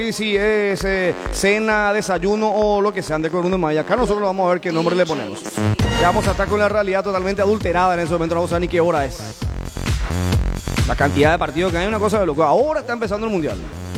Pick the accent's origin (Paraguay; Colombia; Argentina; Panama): Paraguay; moved away; Cosa que yo en Paraguay vivía en un barrio que... Yo crecí en el barrio San Francisco. O sea, yo también soy de San Francisco, viejo. Claro, yo también soy de San Francisco